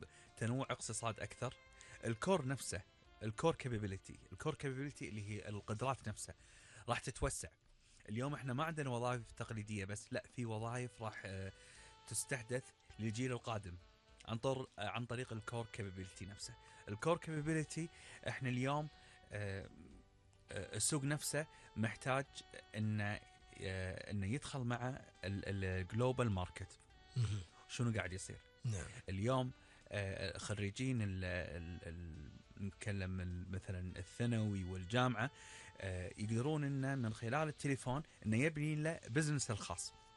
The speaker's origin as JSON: {"language": "Arabic", "country": "Kuwait", "said": "احنا عندنا بالكويت"}